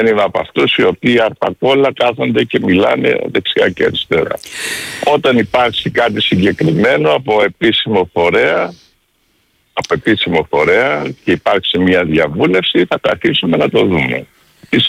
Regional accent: Rhodes, South Aegean, Greece; Εγώ ως Ροδίτης θέλω καθαρό νερό

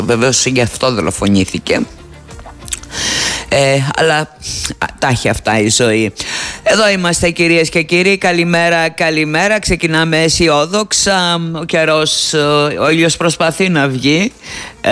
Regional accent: Crete, Greece; now in Rhodes, Greece; Η πατρίδα μου, η ιδιαίτερη πατρίδα μου, το Μελοπόταμο, είναι σε πολύ δύσκολη κατάσταση.

